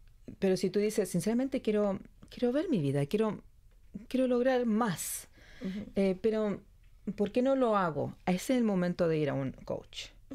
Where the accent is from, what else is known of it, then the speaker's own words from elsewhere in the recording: Chile; Yo soy chilena, por tanto yo tenía que empezar a hablar un español más neutro.